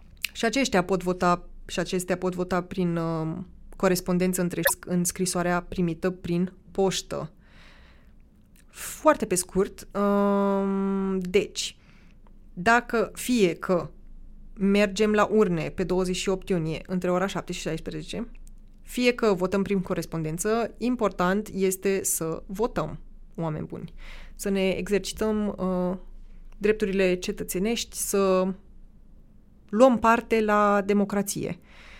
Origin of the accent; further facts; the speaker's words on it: Romania; now in Graz, Austria; eu sunt român brea, așa că hai să vorbim puțin despre asta